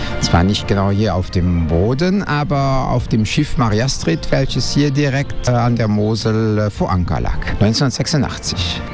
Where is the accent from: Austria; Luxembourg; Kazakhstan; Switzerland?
Luxembourg; Also als Luxemburger ist man regelmäßig im europäischen Ausland, sei das jetzt in Deutschland, Frankreich oder Belgien.